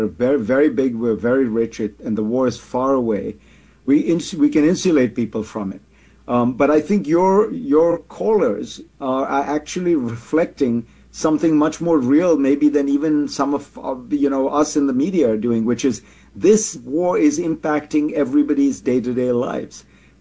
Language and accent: English; United States